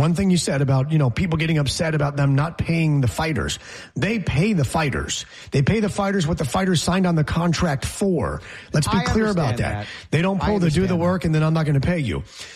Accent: Geneva, New York, United States; When I buy that same drink in my hometown of Geneva, New York, it's $6.

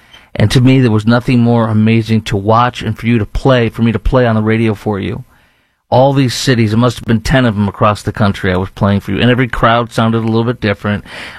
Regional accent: Chicago, Illinois, United States; now in Dallas, United States; I'm born and raised in Chicago, but they came down here because they wanted to see two FIFA games

